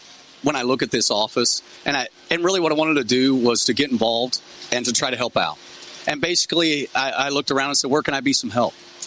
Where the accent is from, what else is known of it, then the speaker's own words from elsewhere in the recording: Benton, Illinois, United States; I'm from Benton, Illinois, a little south